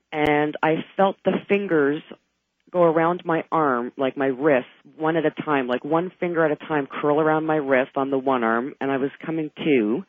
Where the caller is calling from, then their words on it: Mississauga, Ontario, Canada; I'm calling from Mississauga, Ontario, Canada.